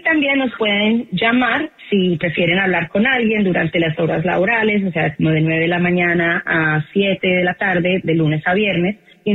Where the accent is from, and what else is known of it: Colombia; now in United States